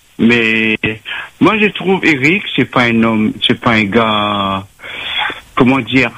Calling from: Lyon, Auvergne-Rhône-Alpes, France; je suis à Lyon.

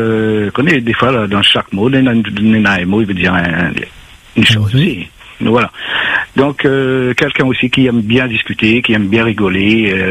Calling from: Saint-Denis, Réunion; je suis de Saint-Denis, 51 ans

